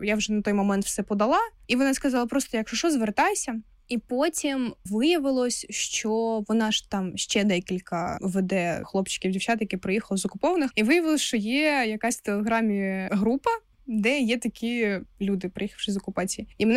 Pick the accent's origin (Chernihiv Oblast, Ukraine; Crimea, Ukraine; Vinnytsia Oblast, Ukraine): Crimea, Ukraine; moved away as an adult; now in Kyiv, Ukraine; Я б дуже сильно хотіла, щоб в мене прописка стояла в Криму, в моєму рідному місті, в моєму рідному домі.